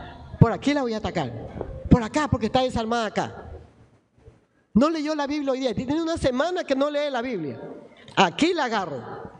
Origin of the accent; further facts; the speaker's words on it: Guayaquil, Guayas, Ecuador; born there; Usted dígale gracias porque nací en Guayaquil. Nunca reniegue donde nació. A mí me ruegan que me vaya a vivir a otro país.